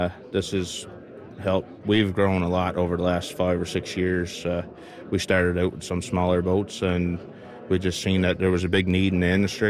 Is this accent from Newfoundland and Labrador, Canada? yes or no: yes; Harbour Breton, Newfoundland and Labrador, Canada; I'm born and raised in Harbour Breton.